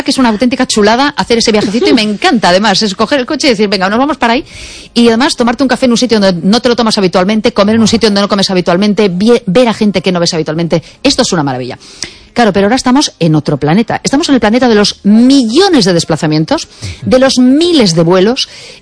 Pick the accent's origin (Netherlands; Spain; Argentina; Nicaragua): Spain; Vigo, Galicia; Ah, realmente, yo soy del Bao.